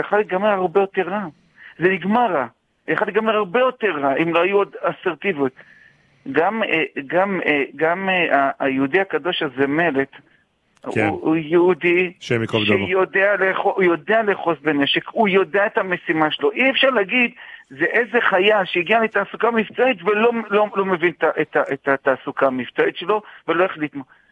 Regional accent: Jerusalem, Jerusalem District, Israel; גדלתי בגבעת מרדכי בירושלים.

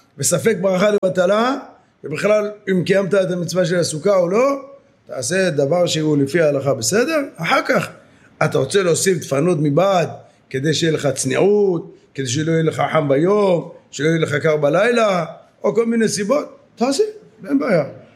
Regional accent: Jerusalem, Jerusalem District, Israel; כשהיינו קטנים, היינו גרים באיזו שכונה בירושלים, שכונת הבוחרים

